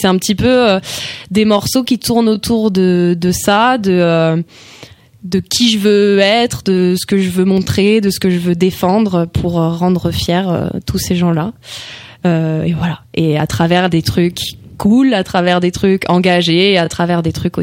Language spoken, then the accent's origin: French; Grand Est, France; moved away; je suis en Alsace, début juin, pour le festival Pré-Salé. Et c'est une date hyper symbolique pour moi, parce qu'elle se tient dans le village où j'ai grandi.